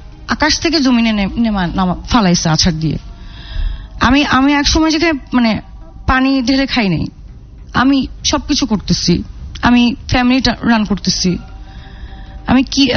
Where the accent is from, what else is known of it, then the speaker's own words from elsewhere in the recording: Dhaka, Dhaka Division, Bangladesh; moved away as an adult; now in Chandipur, Bangladesh; তো আমি এখানেই বড় হয়েছি মোহাম্মদপুরে